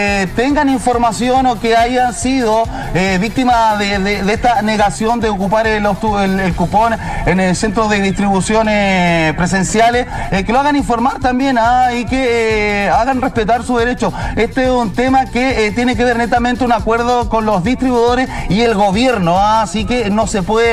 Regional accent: Chile; somos muchos los chilenos y chilenas y auditores que tenemos este calefactor eléctrico

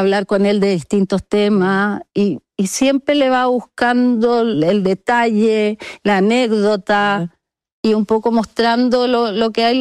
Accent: Santiago, Santiago Metropolitan Region, Chile; born there

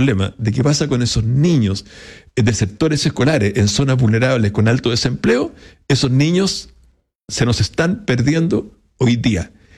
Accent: Ñuble, Chile; Yo soy de Ñuble y ahí lo conocí a Martín Arrau como intendente

